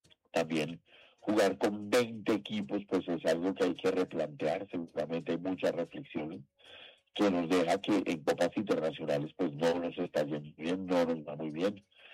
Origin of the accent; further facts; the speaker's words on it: Colombia; seguiremos siendo colombianos, seguiremos siendo colombianos.